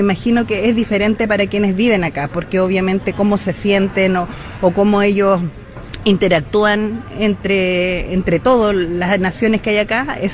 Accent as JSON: {"language": "Spanish", "country": "Chile", "said": "soy de Chile y estoy de visita en Washington, D.C."}